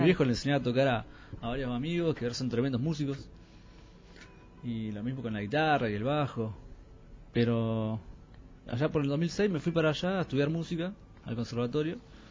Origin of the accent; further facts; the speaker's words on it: Perito Moreno, Santa Cruz, Argentina; moved away; Un lugar donde fue toda mi infancia.